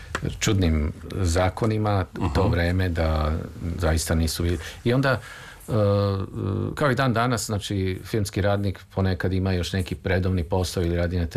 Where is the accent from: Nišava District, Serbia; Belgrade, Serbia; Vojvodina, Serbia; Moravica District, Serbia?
Belgrade, Serbia; ja sam rođen u Beogradu i prvi dom je bio na Slaviji, a onda smo se kasnije preselili u Bulevar Revolucije, tadašnji Bulevar Kralja Aleksandra.